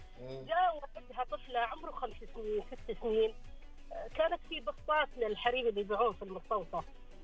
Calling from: Riyadh, Riyadh Province, Saudi Arabia; من الرياض.

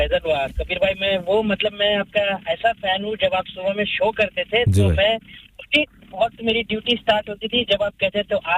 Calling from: Bihar, India; मैं हम लोग बेसिकली बिहार से हैं।

